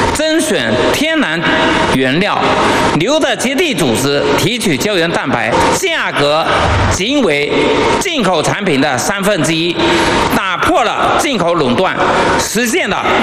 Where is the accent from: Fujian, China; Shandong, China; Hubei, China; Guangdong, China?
Fujian, China; Fuzhou; 我是福州人，